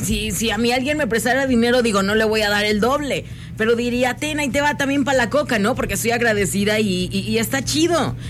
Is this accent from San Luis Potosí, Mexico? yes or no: yes; San Luis Potosí, Mexico; soy potosina